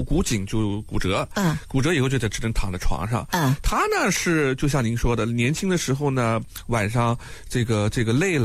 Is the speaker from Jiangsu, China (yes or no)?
yes; Nanjing, Jiangsu, China; accent: Nanjing dialect; 我们南京话